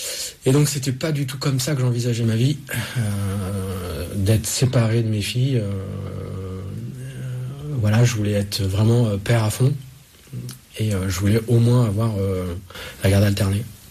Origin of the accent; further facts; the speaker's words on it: Orléans, Centre-Val de Loire, France; moved away as an adult; also born or lived in Grenoble; now in Burgundy, France; je suis originaire d'Orléans, donc je ne suis pas du tout bourguignon à la base. Mais la Bourgogne m'a adopté. Et donc, je suis en Bourgogne depuis 2003.